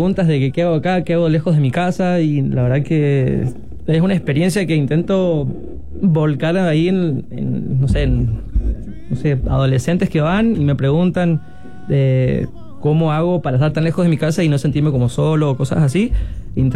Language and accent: Spanish; Argentina